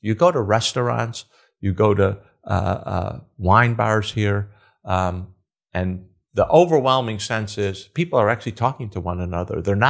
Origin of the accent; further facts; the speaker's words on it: Chicago, Illinois, United States; when I was growing up in Chicago